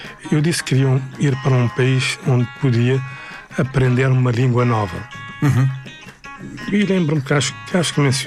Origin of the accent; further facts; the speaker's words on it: Nouakchott, Mauritania; O choque foi grande, porque Paris era muito diferente do sítio onde eu vinha. Embora eu vinha de uma cidade, de Nouakchott, né? Mas estava em Nouakchott na altura.